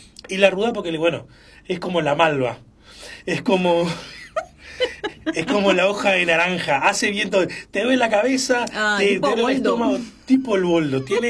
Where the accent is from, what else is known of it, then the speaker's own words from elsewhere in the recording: Argentina; Todas nuestras tradiciones, todas nuestras costumbres, somos Argentina, un crisol de razas no racista, un país que acepta a todos no racistas.